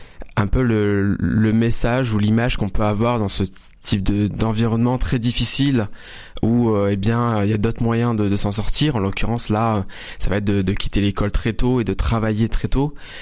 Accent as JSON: {"language": "French", "town": "Montpellier", "region": "Occitanie", "country": "France", "tie": "born or raised there", "said": "je suis né à Montpellier, j'ai fait mes études ici, toujours dans la même ville. Mes parents ont grandi ailleurs, en Algérie, donc ensuite ils sont arrivés ici en France."}